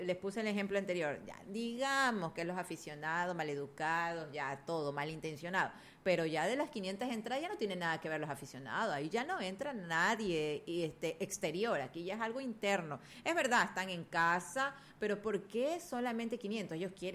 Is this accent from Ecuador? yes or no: yes; Ecuador